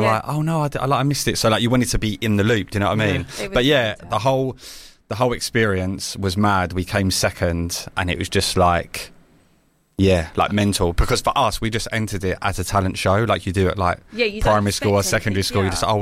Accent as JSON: {"language": "English", "region": "London", "country": "United Kingdom", "tie": "born or raised there", "said": "I grew up in Thamesmead."}